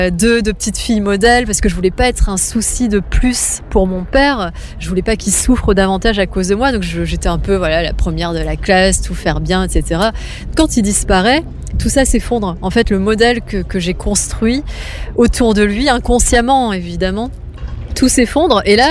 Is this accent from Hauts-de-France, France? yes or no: yes; Hauts-de-France, France; born there; Il a ramené en France. Je suis née en Picardie. C'est très exotique.